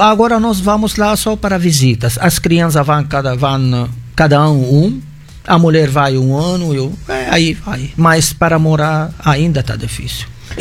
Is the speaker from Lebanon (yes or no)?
yes; Lebanon; Portuguese is a second language; moved away as an adult; now in Mossoró, Brazil; Sim, sou libanês de origem e tenho 30 anos no Brasil.